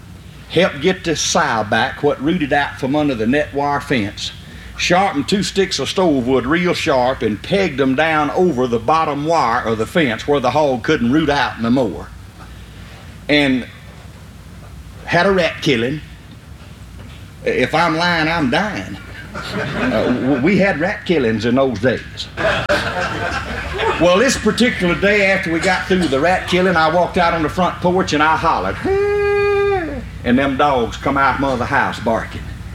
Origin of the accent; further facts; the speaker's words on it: Liberty, Mississippi, United States; I want you to know that I come from Route 4, Liberty, Mississippi. Now, that's 12 miles west of Macomb, Mississippi, 65 miles due northeast of Baton Rouge, Louisiana, and 116 miles due north of New Orleans, Louisiana.